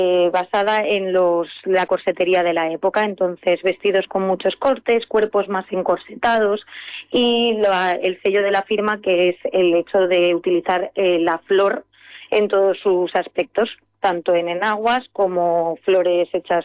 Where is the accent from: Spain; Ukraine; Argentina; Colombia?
Spain; Madrid, Community of Madrid; moved away as an adult; also born or lived in Italy; now in Seville, Spain; 18 años, cuando se te abren las puertas del mundo, me fui a Italia a estudiar diseño de moda. A la que volví a Madrid, porque yo soy madrileña